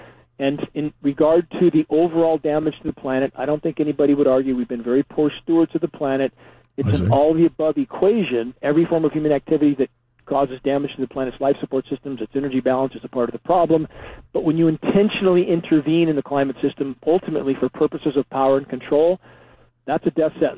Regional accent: California, United States; moved away as an adult; now in Northern California, United States; wanted to get out of Southern California smog where I grew up, finally got to Northern California, wilderness location, east side of Lake Shasta

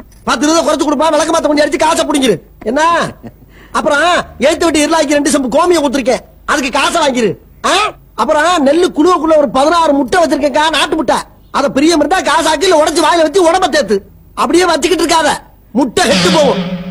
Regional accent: Kanadukathan, Tamil Nadu, India; காரக்குடி பக்கத்துல காணாடு காத்தா.

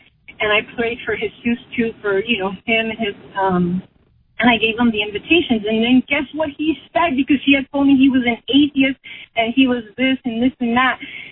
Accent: Los Angeles, California, United States; I'm literally from South Central.

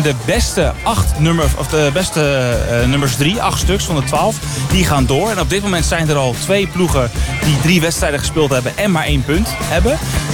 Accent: Netherlands; wij zijn Nederlanders

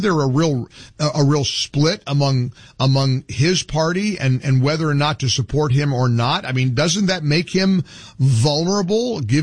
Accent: Midwest, United States; now in Florida, United States; Look, I grew up in the Midwest dreaming of getting a job in broadcasting in New York City. I got there. I was able to achieve that goal. And then I basically got chased out and came to Florida where things were more normal.

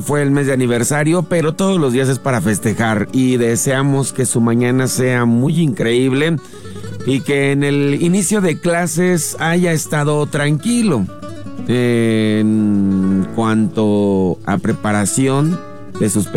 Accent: Mexico

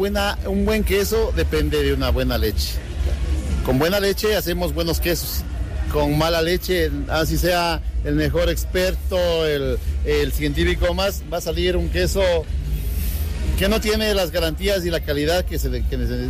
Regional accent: Ecuador; Siempre en Ecuador, mi papá, cuando se levantaba en la mañana, sintonizaba solo radios de Colombia, porque eran las que entraban, Todelar, Caracol, CRN, que eran las tres radios fuertes que entraban a Ecuador, y me crié escuchando los programas agropecuarios

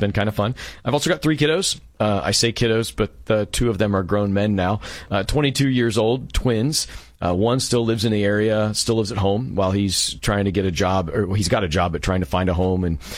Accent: Marysville, Ohio, United States; now in Galena, United States; I planted a church before that in Marysville, which is my hometown where I mm-hmm. grew up

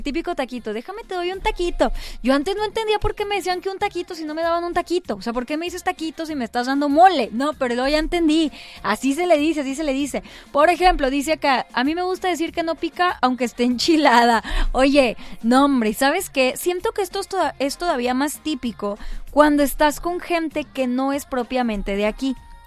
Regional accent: Mexico; Está raro cómo nosotros como mexicanos luego le agarramos un significado que está en los dos extremos a una misma palabra.

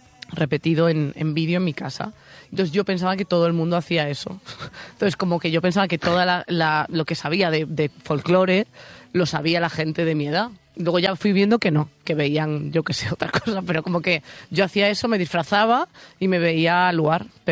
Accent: Oleiros, Galicia, Spain; como habían venido a las fiestas de Santa Cruz, que es de mi pueblo, hace no sé cuántos años...

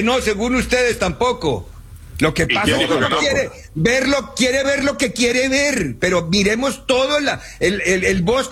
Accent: Mexico; Nosotros solo ponemos el público porque somos mexicanos, ponemos el público.

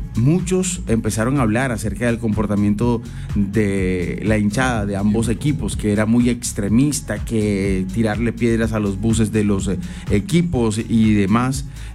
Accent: Colombia

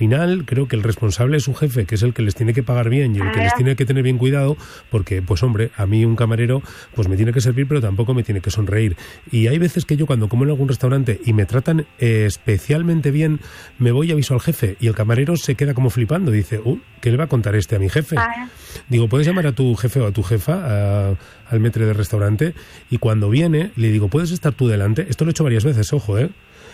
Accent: Burgos, Castile and León, Spain

